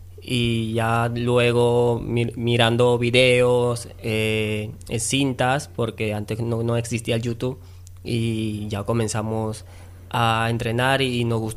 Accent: Trujillo, La Libertad, Peru; Yo soy de Perú.

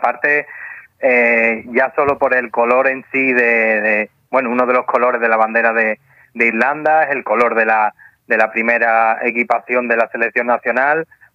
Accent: Seville, Andalusia, Spain; como sevillano da calor verlo

